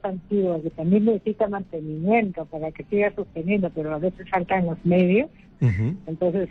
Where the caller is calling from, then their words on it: Magdalena del Mar, Lima, Peru; De Magdalena.